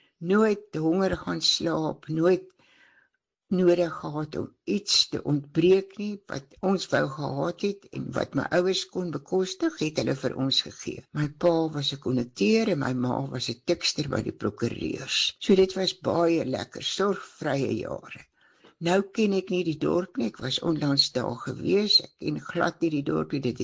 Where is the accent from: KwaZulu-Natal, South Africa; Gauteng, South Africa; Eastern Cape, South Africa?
KwaZulu-Natal, South Africa; Vryheid; now in Mossel Bay, South Africa; My grootwordjare, ek het in Vryheid Natal groot geword.